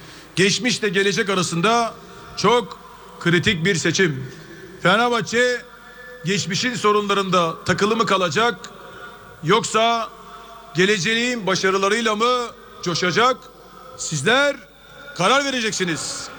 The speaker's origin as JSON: {"language": "Turkish", "region": "Istanbul", "country": "Turkey", "tie": "born or raised there", "said": "Sizler gibi sokaklardan geliyorum. Kasımpaşa'da büyüdüm."}